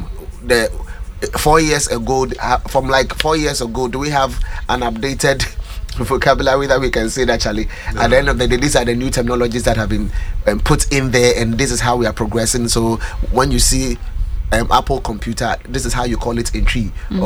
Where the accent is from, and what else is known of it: Ghana